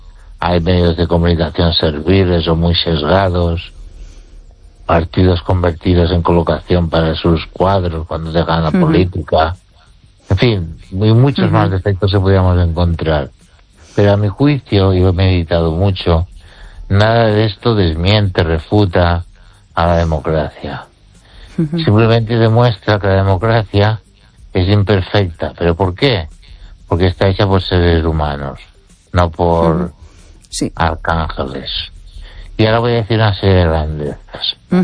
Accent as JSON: {"language": "Spanish", "town": "Ourense", "region": "Galicia", "country": "Spain"}